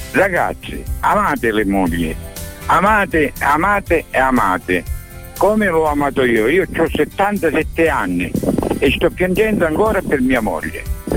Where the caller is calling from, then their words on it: Gela, Sicily, Italy; sono da Gela.